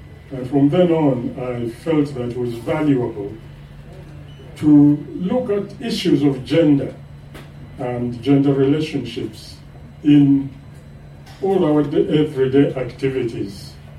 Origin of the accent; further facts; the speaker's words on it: Uganda; moved away; also born or lived in Nairobi, Kenya; when I eventually left Nairobi and got back to my home country, Uganda